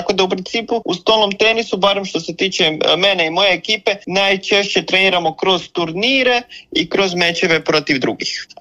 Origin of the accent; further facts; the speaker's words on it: Slavonski Brod, Brod-Posavina County, Croatia; now in Zagreb, Croatia; Ja sam inače iz Slavonskog Broda.